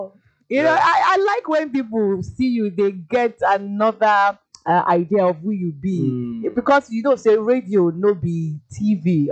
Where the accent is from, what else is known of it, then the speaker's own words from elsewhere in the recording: Ayobo, Lagos, Nigeria; nah, nepo, I grew up in Ayobo. I grew up in Ayobo.